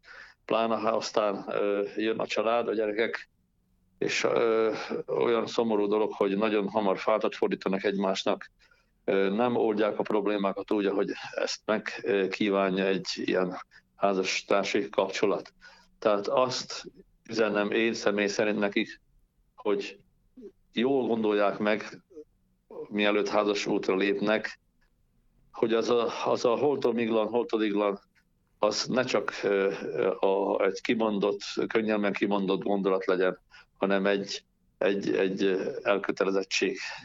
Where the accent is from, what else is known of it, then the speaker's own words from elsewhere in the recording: Slovakia; Hát mondom, persze, hát erről szól a magyarságunk, az identitástudatunk, hogy magyarok vagyunk, hát magyarul beszélünk otthon.